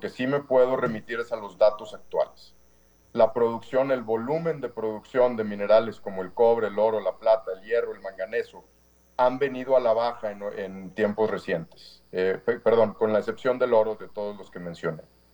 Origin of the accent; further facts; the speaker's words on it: Mexico; los primeros beneficiados de la posibilidad de abrir, de volver a abrir el sector minero, somos los mexicanos.